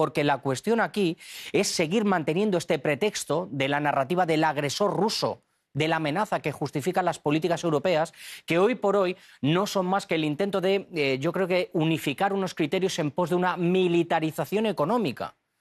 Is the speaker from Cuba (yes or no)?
no; Spain; Yo como español o como europeo